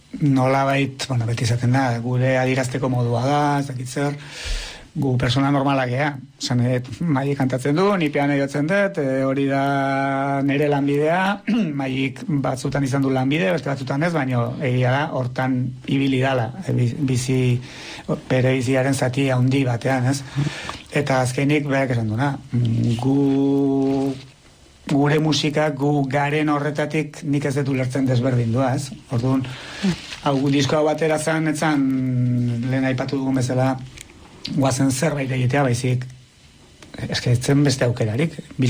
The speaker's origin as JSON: {"language": "Basque", "town": "Tolosa", "region": "Basque Country", "country": "Spain", "said": "ni Tolosarra naiz"}